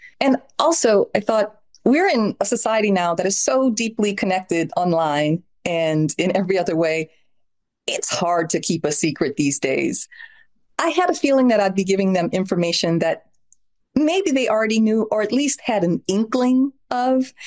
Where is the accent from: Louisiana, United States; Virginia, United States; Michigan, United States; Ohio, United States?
Louisiana, United States; New Orleans; I grew up with in New Orleans of an enormous sprawling family and very clear lineage.